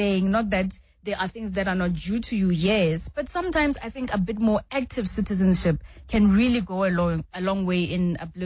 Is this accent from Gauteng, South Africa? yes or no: yes; Garankuwa, Gauteng, South Africa; I grew up at a time when 702 was a smaller radio station, and I lived in Garankuwa. I grew up in Garankuwa, for instance.